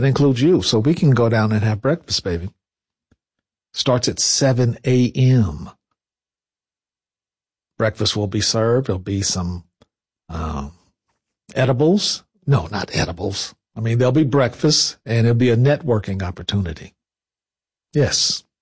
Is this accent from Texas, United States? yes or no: no; Indianapolis, Indiana, United States; I'm right here from Indianapolis, homegrown. Grew up on the east side. And then we went to Hallville sometime, and I still have a home there.